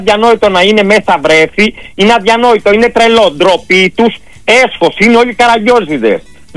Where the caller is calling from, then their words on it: Patras, Western Greece, Greece; εγώ που είμαι πατρινός και πληρώνω τους φόρους